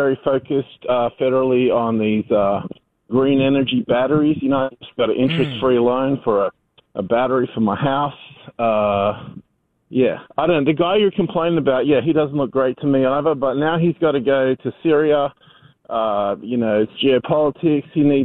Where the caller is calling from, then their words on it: Australia; accent: American; I kind of just identify as an American in terms of my diction, how I talk English. I'm not fond of the way people here talk English.